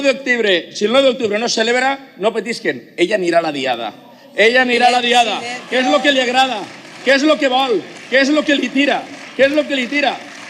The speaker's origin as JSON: {"language": "Catalan", "region": "Valencian Community", "country": "Spain", "said": "és un dia per sentir l'orgull de ser valencià"}